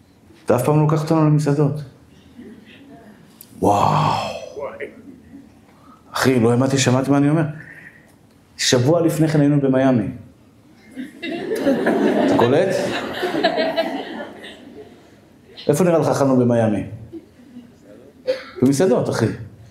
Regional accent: Tel Aviv, Tel Aviv District, Israel; born there; אני בן אדם פשוט, נולדתי בשכונת התקווה, תמיד אני אשאר כזה.

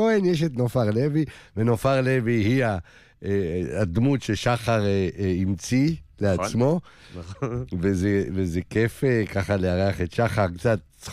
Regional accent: Jerusalem, Jerusalem District, Israel; ירושלמי ואפילו מאותה שכונת ילדות.

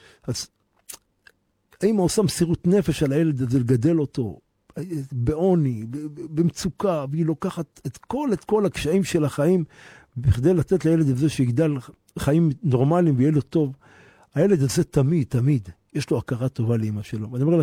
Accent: Jerusalem, Jerusalem District, Israel; born or raised there

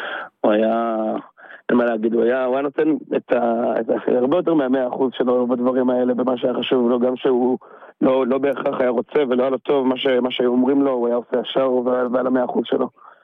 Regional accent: Hod HaSharon, Central District, Israel; born there

